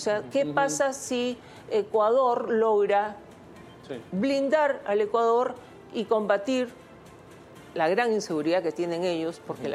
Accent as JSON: {"language": "Spanish", "country": "Peru"}